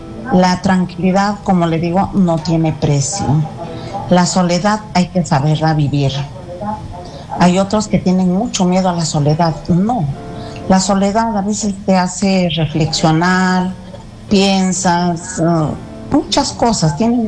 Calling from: Ayacucho, Peru

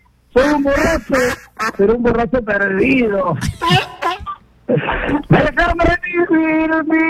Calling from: Lima, Peru; Estoy ubicado en Santa Catalina ahorita

